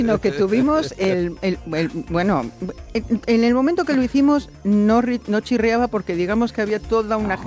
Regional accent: Mexico; volvemos al siglo XIX y en mi país, en México

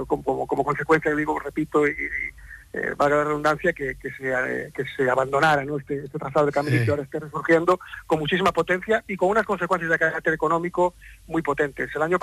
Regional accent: Pontedeume, Galicia, Spain; yo suelo ser muy ecuánime con lo de mi pueblo y me reafirmo, ¿no?, que es uno de los entornos más bonitos de Galicia. Pontedeume es un municipio

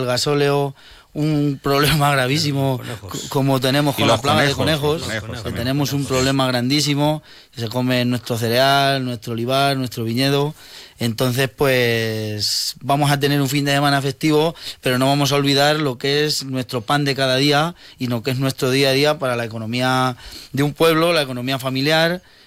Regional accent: Campo de Criptana, Castilla-La Mancha, Spain; nosotros somos desde Campo de Cristana

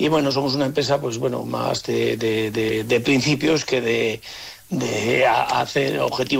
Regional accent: La Rioja, Spain; Somos riojanos. Siempre lo llevamos en todos los lados.

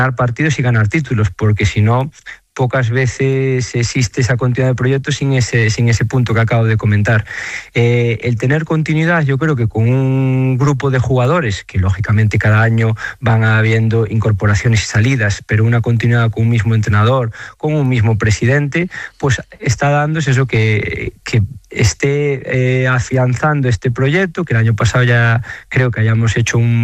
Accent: Galicia, Spain; No voy a responder con una pregunta como buen gallego.

